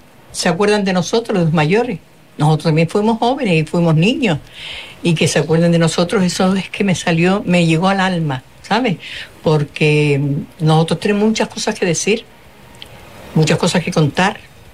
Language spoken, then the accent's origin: Spanish; Puerto del Rosario, Canary Islands, Spain; Yo también soy de aquí, de Puerto Rosario, nacida, criada, y me encanta. Además, como dice Juliana, me crié en esa zona.